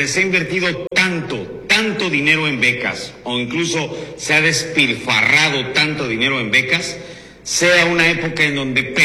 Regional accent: Mexico; Nosotros como mexicanos, ¿qué vamos a hacer para salir adelante?

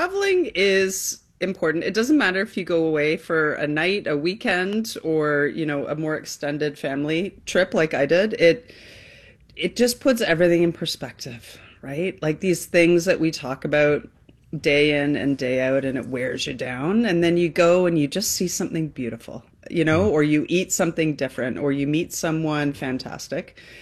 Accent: Canada; moved away as an adult; also born or lived in England / Paris, France; now in France; you hear my accent and Europeans go American. And then you say, no, I'm actually Canadian.

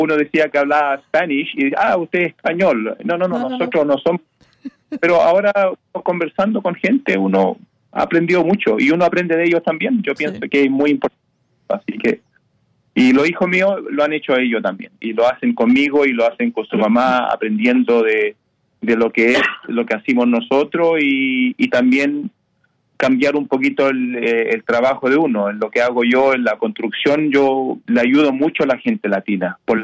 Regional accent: Chile; Yo me considero un chileno, pero yo vivo acá y respeto acá porque aquí me ha dado la oportunidad de hacer lo que me gusta.

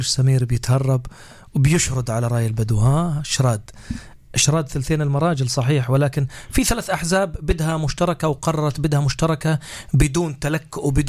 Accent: Palestine; بس شوف بدي اقول لك، انا فلسطيني بنهايه الامر

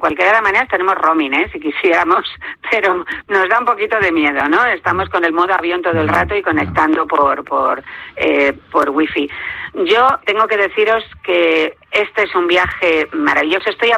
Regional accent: Spain; Nosotros somos los únicos españoles, pero hay mexicanos, hay gente de todas partes del mundo.

